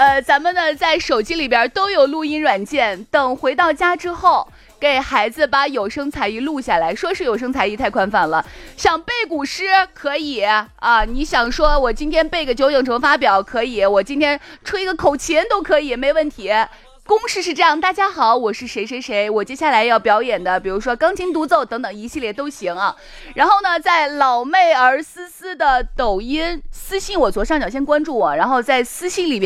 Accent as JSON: {"language": "Chinese", "town": "Xi'an", "region": "Shaanxi", "country": "China", "accent": "Chang'an County dialect", "said": "我正宗长安县人，你说我长安县方言不地道？笑话。我小时候经常因为普通话方言味太重而被那个同学揶揄。"}